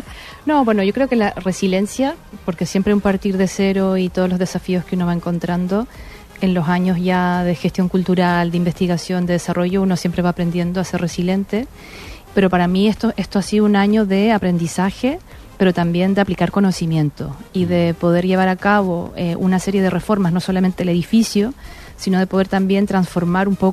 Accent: Chile; moved away as an adult

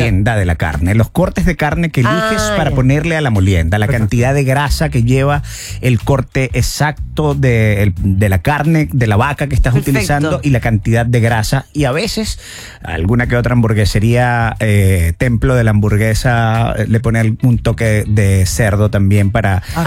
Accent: Venezuela; now in Chile; nosotros somos venezolanos

